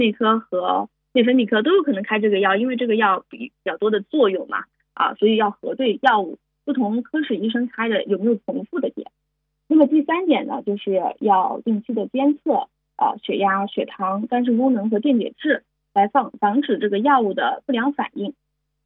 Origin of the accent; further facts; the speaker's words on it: China; 尤其是我们中国人是非常有智慧的